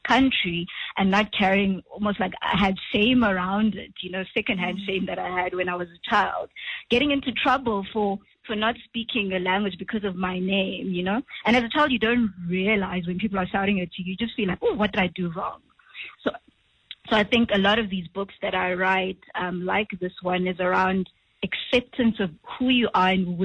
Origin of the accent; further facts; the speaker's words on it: Eastern Cape, South Africa; first language Xhosa; English is a second language; also born or lived in Gauteng; So I grew up in the Eastern Cape. My mom Khosa, so I grew up speaking is Khosa. However … just that language barrier, having a name in Sesotho but speaking a different language when I moved to Gauteng